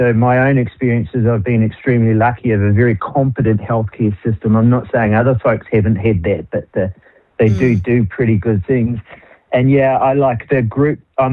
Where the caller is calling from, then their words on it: New Zealand; because I'm a Kiwi and I live in New Zealand.